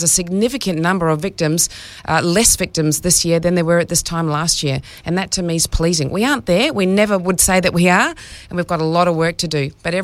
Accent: New Zealand; moved away as an adult; now in Northern Territory, Australia; I come from New Zealand. I was a New Zealand police officer

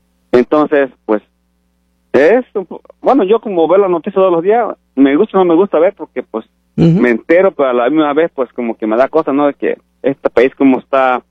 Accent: Oaxaca, Mexico; Soy de Oaxaca.

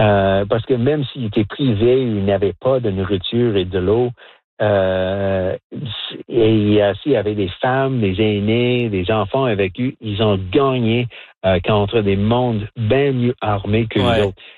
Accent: Saskatchewan, Canada; French is a second language; Parce que il faut pas oublier, je viens de Saskatchewan, d'une Première Nation, et très peu de Français là-bas dans les plaines, plus à Winnipeg, mais moins en Saskatchewan.

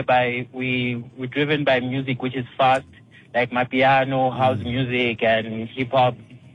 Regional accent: Benoni, Gauteng, South Africa; I'm from Benoni, Davidson.

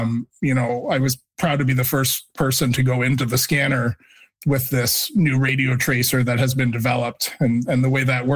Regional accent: Canada; I'm always very proud as a Canadian

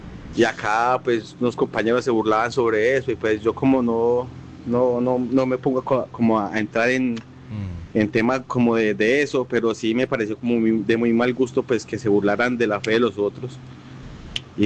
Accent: Colombia; now in Chile; como los colombianos somos muy entregados a la fe

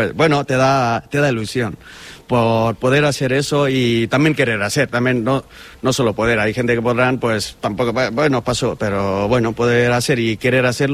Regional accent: Bagmati, Nepal; moved away; Sí, yo vivo en Chitwan, porque es parte más llanura

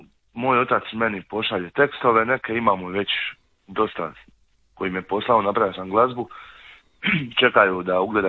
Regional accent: Zaton, Šibenik-Knin County, Croatia; Spot je sniman u Zatonu kod Šibenika, odakle sam ja, tu u jednoj konobi kod gospodina jednog gdje se mi zimi okupljamo tako Zatonjani, pivamo i idemo na karte i tako dalje.

